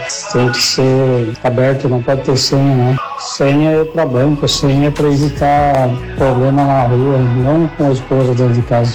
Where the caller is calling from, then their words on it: São Paulo, Brazil; eu sou de Sapão, São Paulo, interior de São Paulo.